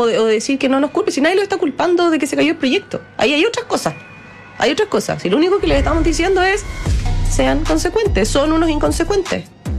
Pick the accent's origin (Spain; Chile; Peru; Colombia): Chile; Antofagasta; moved away as an adult; yo soy del norte, yo nací en Antofagasta, estudié mi colegio, universidad, casi hasta el final, digamos, hasta cuarto año. Entonces, yo me fui a los 21 años, 20 años de Antofagasta. Aún tengo familia viviendo allá, tengo en Arica, en Iquique también.